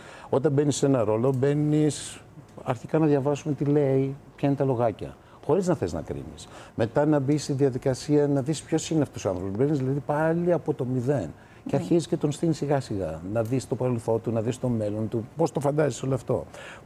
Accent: Greece; γι' αυτό είμαι Έλληνας προφανώς

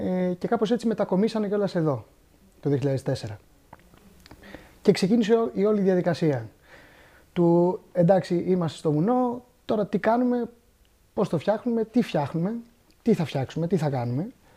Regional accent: Athens, Attica, Greece; born there; Γεννήθηκα στην Αθήνα. Το 1992.

